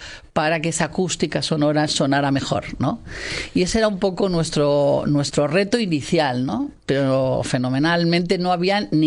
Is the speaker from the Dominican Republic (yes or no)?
no; Castile and León, Spain; Nos decidimos a estar aquí en Castilla y León porque somos de Castilla y León